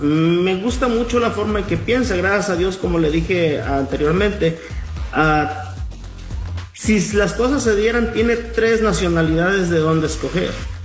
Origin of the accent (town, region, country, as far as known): Guatemala; now in United States